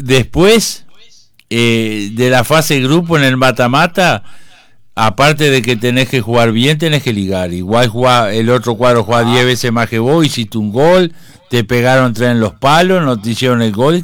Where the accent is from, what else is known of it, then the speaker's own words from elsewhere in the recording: Uruguay; Porque somos uruguayos